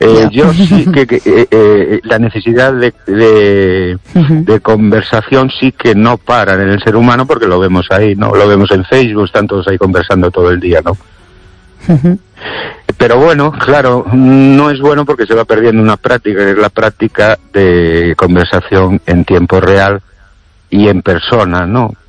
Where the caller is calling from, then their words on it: Ourense, Galicia, Spain; Buenas noches, Esther y oyentes … de Orense.